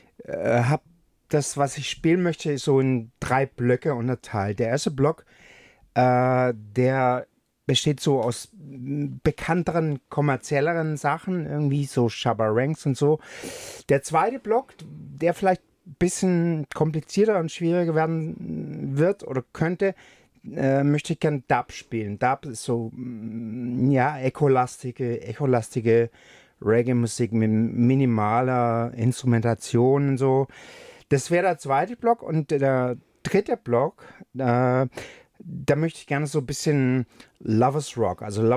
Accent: Stuttgart, Baden-Württemberg, Germany; Ich bin aus Stuttgart.

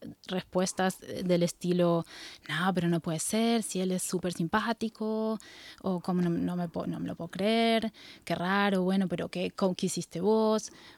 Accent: Buenos Aires Province, Argentina; Yo nací en el campo, en Buenos Aires, en la provincia de Buenos Aires.

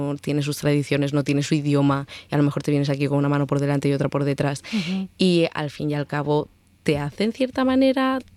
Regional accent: Spain; Yo, al fin y al cabo, también soy española y tengo muchas más facilidades para vivir aquí.

